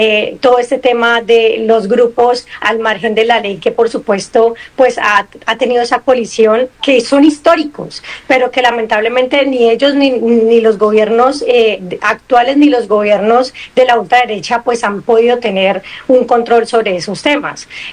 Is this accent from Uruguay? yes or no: no; Colombia